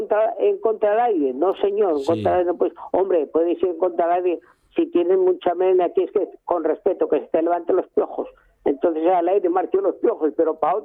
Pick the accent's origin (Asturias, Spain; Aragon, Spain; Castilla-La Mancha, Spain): Asturias, Spain; born there; que nacimos en el Valle del Nalón y lo apreciamos